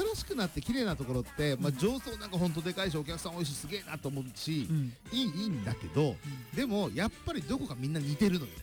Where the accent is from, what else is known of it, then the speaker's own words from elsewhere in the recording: Ibaraki, Japan; 地元茨城